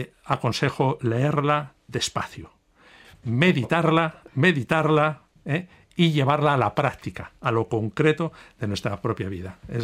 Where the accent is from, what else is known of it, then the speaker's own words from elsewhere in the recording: Spain; La presencia del Papa León XIV en España, para mí personalmente, como español, como obispo, como cristiano, es una enorme alegría